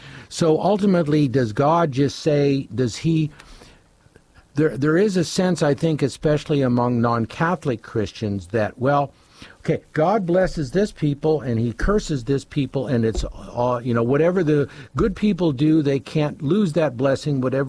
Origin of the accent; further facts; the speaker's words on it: Saskatchewan, Canada; moved away; I'm from Saskatchewan